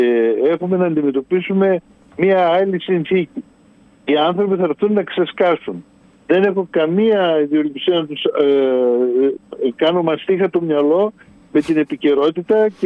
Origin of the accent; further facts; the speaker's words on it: Serres, Central Macedonia, Greece; Γιατί αν φανταστείς ότι κατάγομαι από τις Σέρες και πρέπει να απολογούμε γιατί είμαι από τις Σέρες.